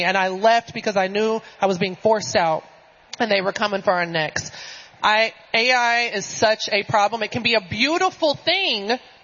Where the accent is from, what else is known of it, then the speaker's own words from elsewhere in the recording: Memphis, Tennessee, United States; talk about data centers in my hometown of Memphis, XAI, and Elon Musk.